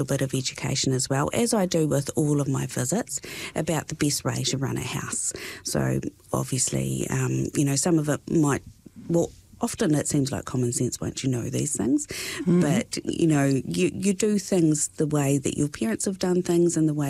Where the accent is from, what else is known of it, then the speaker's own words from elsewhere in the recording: Waitahuna, Otago, New Zealand; moved away as an adult; also born or lived in Wellington; now in Dunedin, New Zealand; I grew up down this way. I grew up in Waitahuna, small country town. But yeah, before this I worked in, went to university in Wellington.